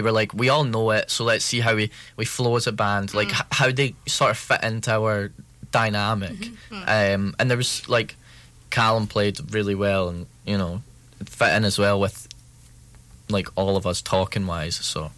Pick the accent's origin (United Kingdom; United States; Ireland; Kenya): United Kingdom; Livingston, Scotland; now in Aberdeen, United Kingdom; I'm the bassist. I'm from Livingston, down in the Central Belt, away from Aberdeen, so away from home, sadly.